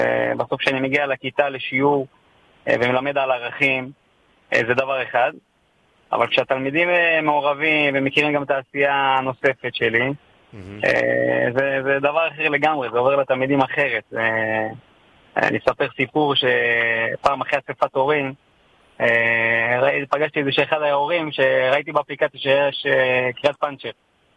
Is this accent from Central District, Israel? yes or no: yes; Rehovot, Central District, Israel; born there; now in Har Bracha, Israel; אני זוכה לעשות את המרחק הזה מהישיבה שברחובות שבה גדלתי